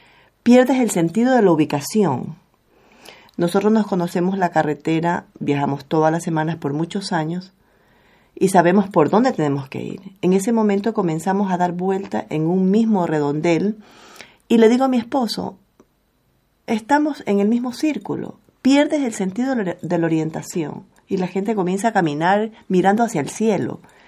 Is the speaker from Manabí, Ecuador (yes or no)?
yes; Manabí, Ecuador; Yo vengo de Ecuador. Ecuador es de la costa, Manabí, una provincia hermosa. Somos muy hospitalarios.